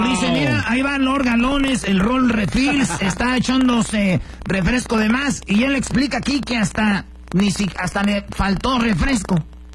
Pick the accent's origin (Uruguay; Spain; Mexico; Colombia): Mexico; Jiquilpan, Michoacán; a toda la banda de mi pueblo, Jiquilpa, Michoacán